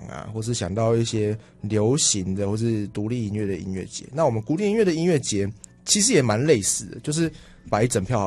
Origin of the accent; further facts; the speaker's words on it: Taiwan; moved away; 回来台湾越久